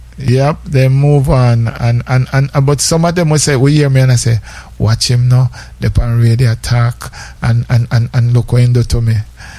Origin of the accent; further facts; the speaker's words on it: Saint Mary Parish, Jamaica; So I say I'm from St. Mary. She said, but how me not know you? Me should not wear. So I say, I'm from Dean Pen.